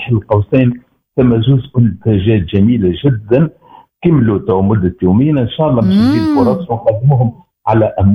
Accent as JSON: {"language": "Arabic", "country": "Tunisia", "said": "في بلادنا تونس،"}